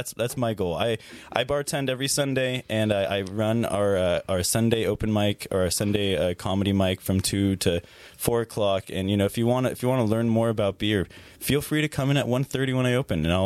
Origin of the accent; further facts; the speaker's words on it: Santa Rosa, California, United States; I grew up in Sonoma County. I grew up in Santa Rosa. I live out in Forestville now